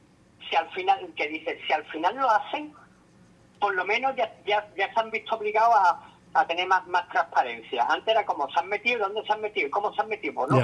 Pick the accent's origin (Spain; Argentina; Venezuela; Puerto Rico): Spain